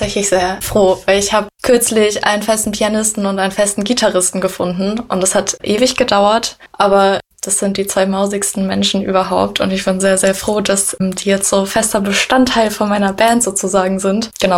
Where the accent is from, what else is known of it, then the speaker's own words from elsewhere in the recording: Munich, Bavaria, Germany; Ich komme ursprünglich aus München, also bin hier geboren und aufgewachsen.